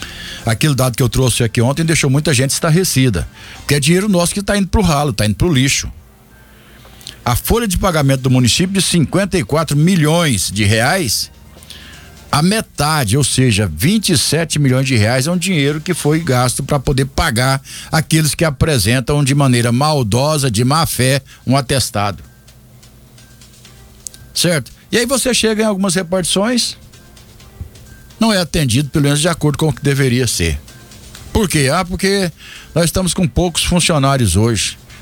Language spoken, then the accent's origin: Portuguese; Brazil; e eu falo isso aqui porque eu sou brasileiro.